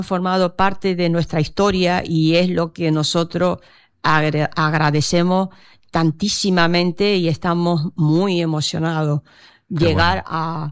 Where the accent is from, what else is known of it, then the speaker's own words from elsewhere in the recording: Lanzarote, Canary Islands, Spain; Pues yo aquí, soy de aquí. Ya son 50 años, ¿no?